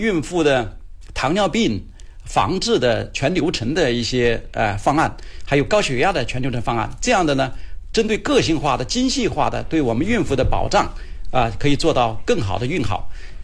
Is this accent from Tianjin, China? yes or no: no; Foshan, Guangdong, China; 所以我们佛山人应该还是想生啊，爱生敢生